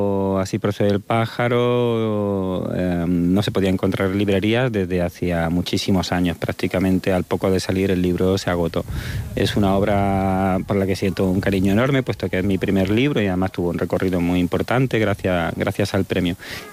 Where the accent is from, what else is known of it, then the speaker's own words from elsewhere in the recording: Andalusia, Spain; esta circunstancia me ha ayudado a construir mi identidad como español y como andaluz, sobre todo. Estando allí me di cuenta sobre todo de lo andaluz que era